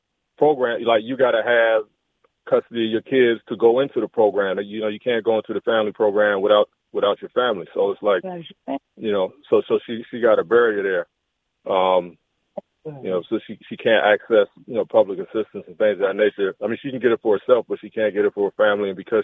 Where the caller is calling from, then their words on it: Maryland, United States; I'm calling from Maryland.